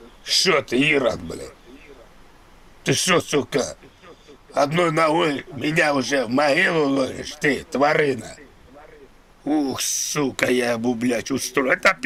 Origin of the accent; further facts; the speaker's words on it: Moscow, Russia; accent: Moscow; Я коренной москвич, это по акценту, я думаю, всем понятно. Москвич я, москвич. У меня с детства Москва.